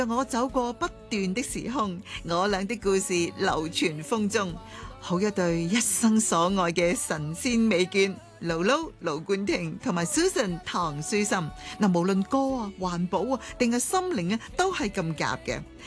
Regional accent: Hong Kong; 这些都是对于我们香港人的贡献来的。

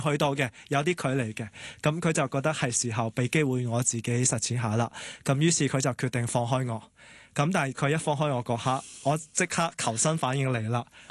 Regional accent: Guangdong, China; 即系虽然我系潮州人啦，都系好近海啦，但系唔知点解由细到大咧，屋企系叫我哋唔好去水库啊

